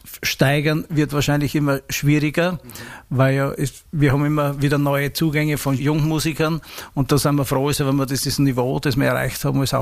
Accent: Burgenland, Austria; Ich bin nämlich kein Steirer, sondern ich bin ein Burgenländer.

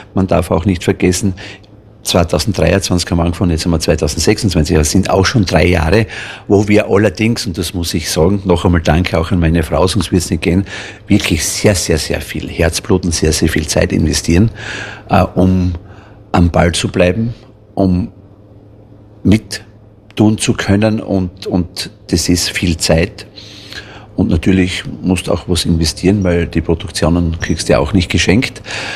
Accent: Berndorf, Styria, Austria; accent: West Styrian; Ich bin ein Weststeiler. Manchmal hört man es eh ein bisschen durch. Nein, ich bin aus Berndorf bei Hitzendorf, schon seit ich auf der Welt bin. Bin dort geboren, also geboren in Stahlhofen, aber das ist ganz in der Nähe. Ja, und dort lebe ich, seit ich auf der Welt bin.

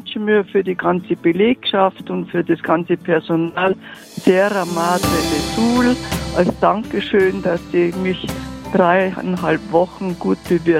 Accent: Munich, Bavaria, Germany; Ich bin gebürtig aus München

